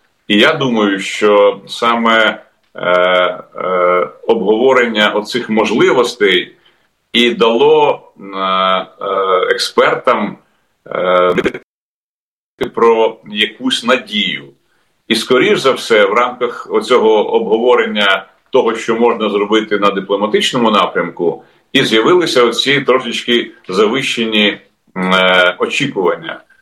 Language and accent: Ukrainian; Kyiv, Ukraine; як і всі ми кияни